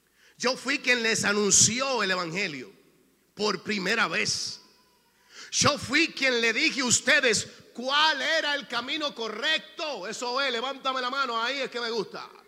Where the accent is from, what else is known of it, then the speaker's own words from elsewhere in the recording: Dominican Republic; moved away; hace 39 años, cuando estuve en República Dominicana llegaron un grupo de misioneros. Estos misioneros llegaron de Puerto Rico y, llegando a mi tierra, se estacionaron en mi casa.